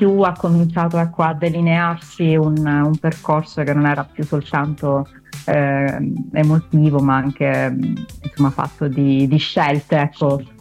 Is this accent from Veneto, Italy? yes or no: no; Sicily, Italy; first language Sicilian; now in Messina, Italy